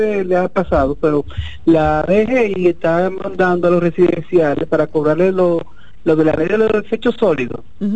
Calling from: Santo Domingo, Dominican Republic

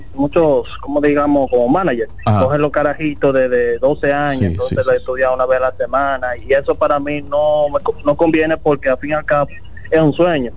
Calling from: Santo Domingo, Dominican Republic; estoy aquí en la capital ahora mismo, yo soy de Santo Domingo.

